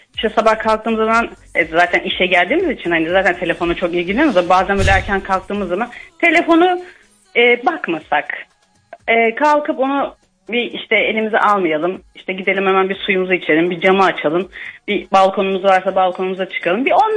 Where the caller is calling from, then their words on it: Istanbul, Turkey; Beylerbeyi'nden. Şu anda ofisten arıyoruz seni.